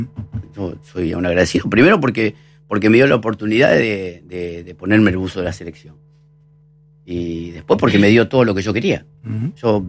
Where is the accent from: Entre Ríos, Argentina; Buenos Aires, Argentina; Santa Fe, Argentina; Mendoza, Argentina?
Santa Fe, Argentina; Casilda; moved away as an adult; now in Brazil; Yo vengo de Casilda, arranqué en Ecuador, en Bolivia, en Perú